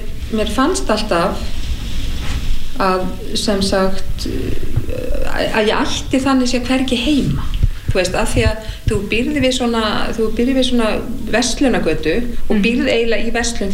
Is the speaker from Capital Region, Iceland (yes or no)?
yes; Reykjavík, Capital Region, Iceland; Ég held að einhvers staðar hafi mér þótt að líka ákveðin lúxus að alast upp á Laugaveginum.